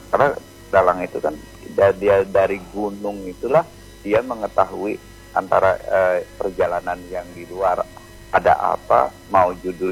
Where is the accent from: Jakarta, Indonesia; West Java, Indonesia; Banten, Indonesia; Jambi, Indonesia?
Jambi, Indonesia; orang mana? Orang Jambi.